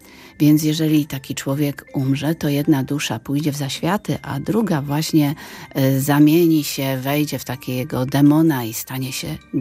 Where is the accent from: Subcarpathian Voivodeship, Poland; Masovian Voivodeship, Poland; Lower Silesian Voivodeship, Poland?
Subcarpathian Voivodeship, Poland; Przemyśl; Tak, przyjechałam z Przemyśla.